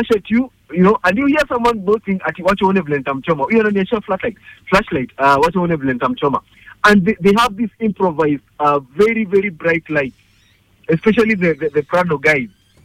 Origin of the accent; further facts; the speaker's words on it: Kenya; we just don't have discipline as Kenyan road users